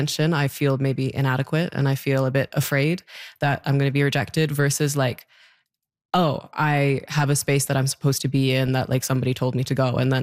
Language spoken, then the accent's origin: English; Newfoundland and Labrador, Canada; born there; I was born in Newfoundland.